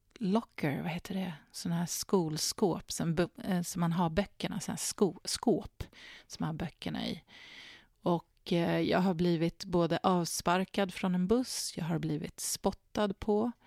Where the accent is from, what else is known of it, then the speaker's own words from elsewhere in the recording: Nacka, Stockholm County, Sweden; Och vi hade en del jugoslaver också som bodde i där området i Nacka där jag växte upp.